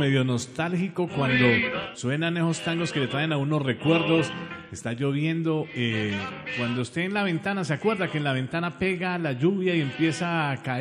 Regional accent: Colombia; born there; Yo soy orgullosamente hispano, orgullosamente latino. Hablo orgullosamente este castellano, este español, como decimos en la calle. Nací en una tierra maravillosa en la Puerta Suramérica, en Colombia

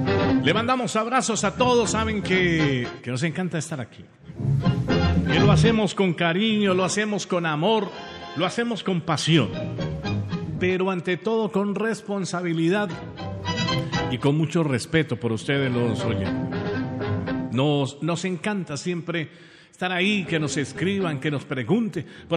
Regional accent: Colombia; born there; Nací en una tierra maravillosa, en la Puerta Suramérica, en la linda Colombia, donde somos más los buenos

